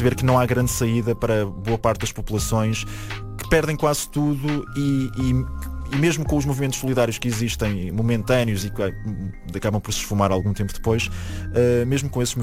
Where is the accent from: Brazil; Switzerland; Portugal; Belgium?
Portugal; Leiria, Centro; moved away; gosto sempre de vender bem o sítio de onde sou e de dizer que há muita coisa importante lá